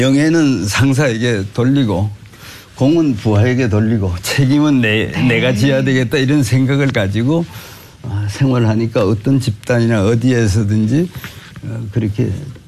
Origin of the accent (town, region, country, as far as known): Taebaek, Gangwon, South Korea; born or raised there